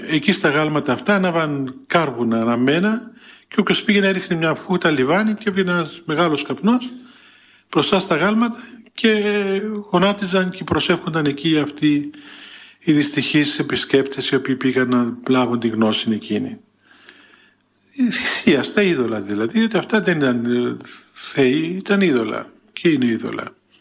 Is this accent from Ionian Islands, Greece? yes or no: no; Thessaloniki, Central Macedonia, Greece; Από πού είσαι? Είμαι από την Ελλάδα, από τη Θεσσαλονίκη.